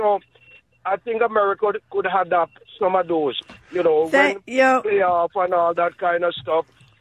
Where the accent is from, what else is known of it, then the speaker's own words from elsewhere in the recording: Jamaica; now in United States; I just wanted to say, I am from the island. I'm from Jamaica.